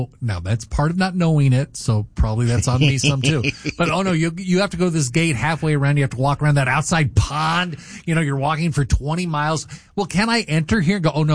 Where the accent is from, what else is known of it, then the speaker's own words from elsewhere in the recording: California, United States; I grew up in Southern California.